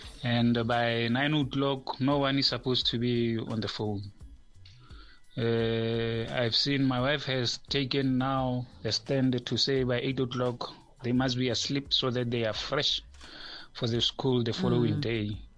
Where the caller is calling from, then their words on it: Mahikeng, North West, South Africa; in Mafikeng.